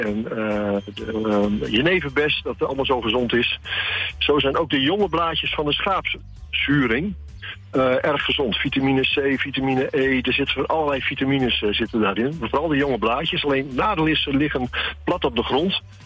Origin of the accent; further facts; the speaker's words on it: Almelo, Overijssel, Netherlands; ik kom zelf uit Almelo.